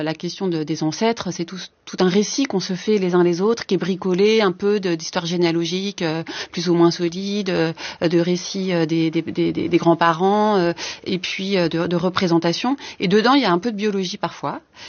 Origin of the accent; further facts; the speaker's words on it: Paris, Île-de-France, France; born there; Donc, moi, je trouve que je suis née à Paris, donc je vais être étiquetée parisienne